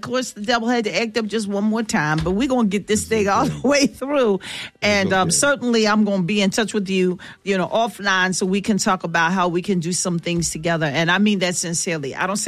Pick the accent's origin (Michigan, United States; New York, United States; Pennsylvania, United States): Pennsylvania, United States; Philadelphia; I tell people I'm from North, N-O-R-F, Philly.